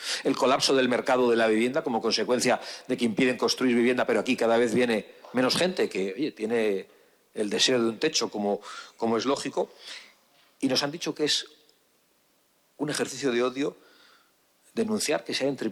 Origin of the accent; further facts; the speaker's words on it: Basque Country, Spain; Algunos en el País Vasco hemos escuchado español el que no vote muchas veces